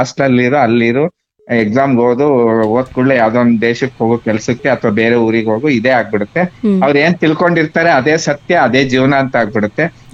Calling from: Shivamogga, Karnataka, India; Vidyanagar, Shivamogga.

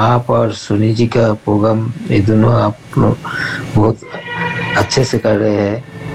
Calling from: Bidhannagar, West Bengal, India; मैं बंगाल से … बोल रहा हूँ। मेरा डिस्ट्रिक्ट है दार्जिलिंग, मेरा गांव है विधाननगर।

